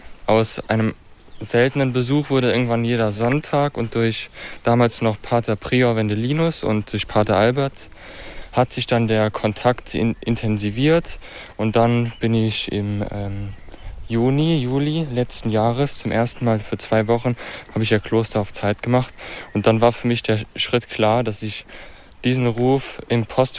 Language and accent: German; Schmelz, Saarland, Germany; also ich komme aus dem Saarland und aus Schmelz.